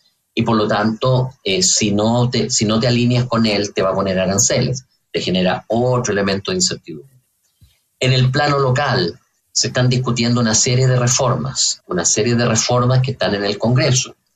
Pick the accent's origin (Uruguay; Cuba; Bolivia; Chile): Chile